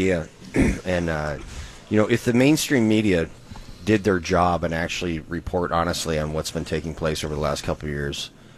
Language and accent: English; Wisconsin, United States; I'm from Wisconsin